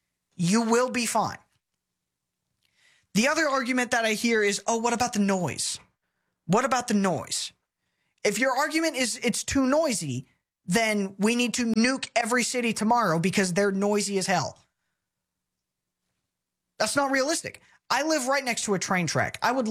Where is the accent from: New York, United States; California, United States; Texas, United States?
Texas, United States; I'm a Texan. We have some of the prettiest, if not the prettiest, land in the country.